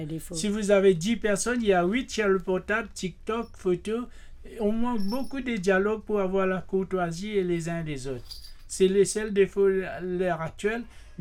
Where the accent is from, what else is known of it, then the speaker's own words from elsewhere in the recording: Mauritius; moved away as an adult; now in France; année là-bas, je suis rentré à Maurice, j'ai fait 14 jours. Et 73, je suis parti pour la France. J'ai quitté Maurice samedi, je rentre la France dimanche.